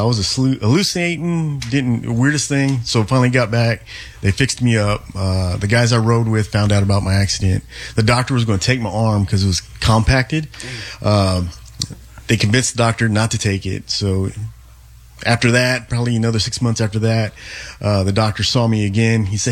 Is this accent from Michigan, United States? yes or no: no; Fort Worth, Texas, United States; I'm being from South Fort Worth and Crowley.